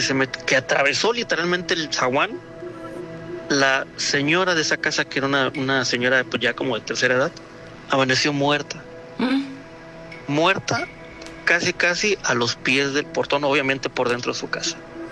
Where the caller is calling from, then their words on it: Tijuana, Baja California, Mexico; aquí está su servidor … desde la ciudad de Tijuana